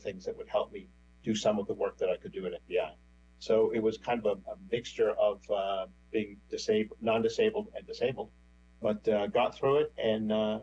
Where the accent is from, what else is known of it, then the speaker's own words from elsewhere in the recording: Silver Spring, Maryland, United States; As I said, I'm from Silver Spring, Maryland, and I recently just retired from 47 years with the government.